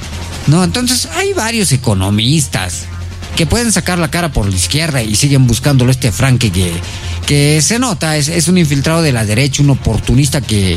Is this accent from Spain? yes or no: no; Peru; Yo creo que como peruanos tenemos que aprender a pensar bien.